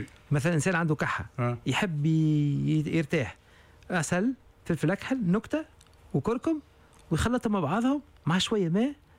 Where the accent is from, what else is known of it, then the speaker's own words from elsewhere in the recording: Tunisia; انا كعسل تونسي كمربي تونسي